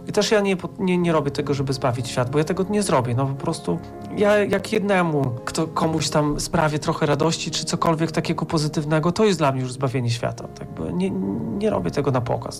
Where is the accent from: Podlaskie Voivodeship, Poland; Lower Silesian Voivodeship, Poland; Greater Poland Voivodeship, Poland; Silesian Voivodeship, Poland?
Podlaskie Voivodeship, Poland; u nas na Podlasiu